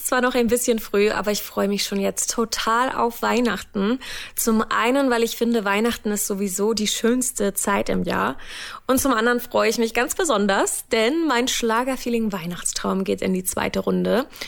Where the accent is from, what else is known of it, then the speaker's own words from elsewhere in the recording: Hamburg, Germany; now in Landshut, Germany; der Nähe von meiner neuen Heimat Landshut. Und endlich ist es soweit, endlich komme ich auch mal in meine alte Heimat nach Hamburg am 13. Dezember.